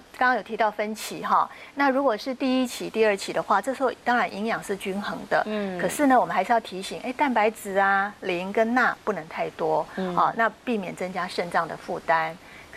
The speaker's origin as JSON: {"language": "Chinese", "country": "China", "said": "其实我们中国人其实很幸福的，就是我们有豆制品可以吃。"}